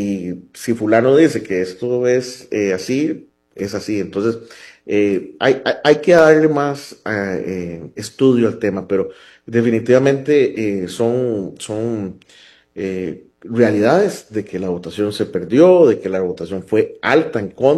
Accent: Costa Rica

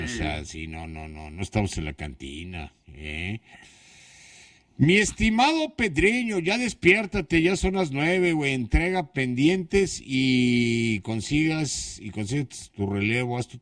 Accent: Mexico City, Mexico; Yo no soy chilango, yo soy capitalino, mano.

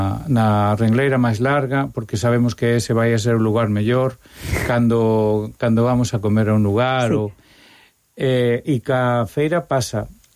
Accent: Santiago de Compostela, Galicia, Spain

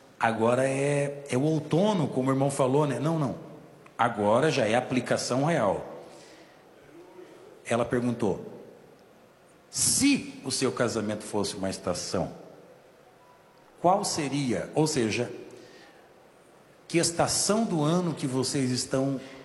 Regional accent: São Joaquim, Santa Catarina, Brazil; born there; now in São Paulo, Brazil; Eu nasci em São Joaquim, que é a terra mais fria, a terra mais gelada. E é um frio diferente lá no, na Serra de Santa Catarina, né?

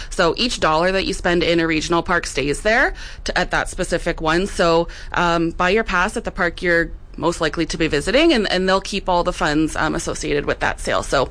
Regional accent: Saskatoon, Saskatchewan, Canada; because I'm from Saskatoon

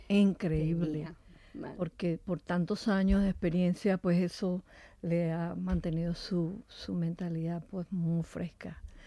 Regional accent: Venezuela; also born or lived in United States; now in Alicante, Spain; Soy venezolana

